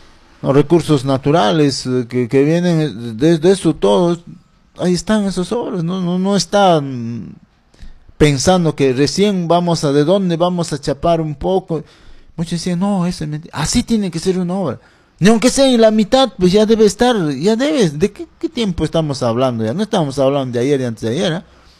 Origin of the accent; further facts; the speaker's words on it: Peru; Con mis conciudadanos de mi pueblo, donde me vio crecer Unión Autiqui, ahora el sector Alto Unión Autiqui